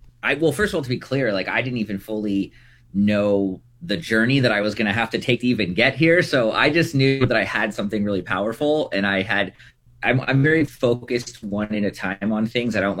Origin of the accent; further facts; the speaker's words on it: Encinitas, California, United States; I have a soft spot for San Diego. I grew up in Encinitas, so this is my favorite interview so far.